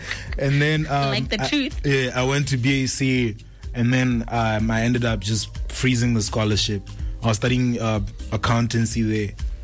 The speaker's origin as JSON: {"language": "English", "town": "Gaborone", "region": "South-East District", "country": "Botswana", "tie": "born there", "also_born_or_lived": "Francistown / Tswapong area", "said": "I was born in Gaborone. Yeah, private hospital."}